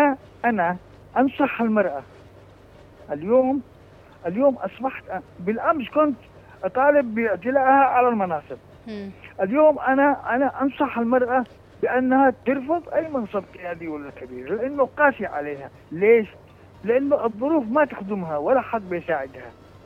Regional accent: Yemen; عندنا في اليمن

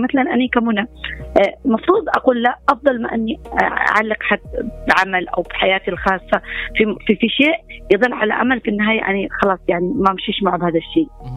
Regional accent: Yemen; فنحن كمجتمع يمني

